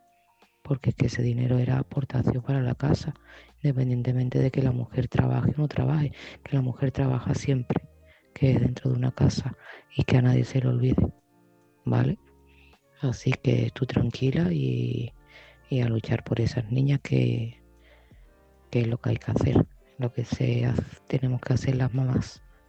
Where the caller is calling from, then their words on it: Seville, Andalusia, Spain; de Sevilla y este mensaje va para Almudena.